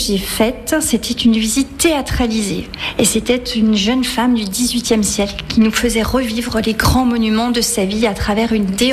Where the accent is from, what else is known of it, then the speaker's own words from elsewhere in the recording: Besançon, Bourgogne-Franche-Comté, France; Moi je suis née à Besançon, j'ai toujours vécu à Besançon, je suis simplement partie 2 ans à Paris pour compléter mes études, ma formation initiale.